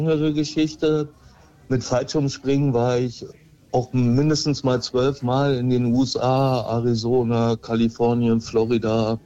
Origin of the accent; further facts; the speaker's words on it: East Germany, Germany; ich bin ja in Lippen groß geworden, ja. Damals im Osten, Maueröffnung Berlin, alles mitgemacht, Millennium Berlin mitgemacht.